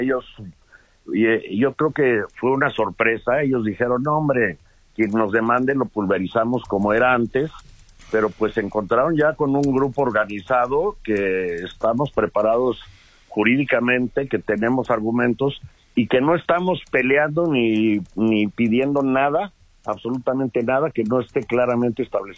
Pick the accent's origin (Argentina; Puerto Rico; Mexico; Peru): Mexico